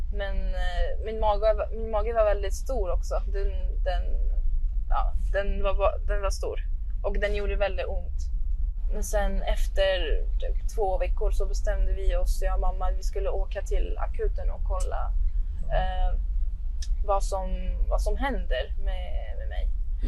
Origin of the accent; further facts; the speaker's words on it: Alexandria, Alexandria Governorate, Egypt; now in Stockholm, Sweden; Ja, men jag är uppvuxen i Alexandria. Det är, så här, det är nära havet.